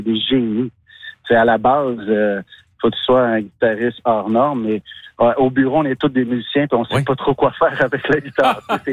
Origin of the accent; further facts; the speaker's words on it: Montreal, Quebec, Canada; Je viens de Montréal moi-même, j'habite Montréal.